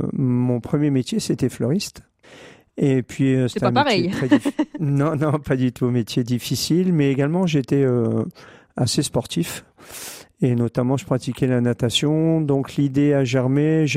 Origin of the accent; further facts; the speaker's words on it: Calais, Hauts-de-France, France; j'ai 65 ans, je suis né à Calais en 1960. Et à Calais, on vit avec la mer, on vit avec le détroit du Pas-de-Calais.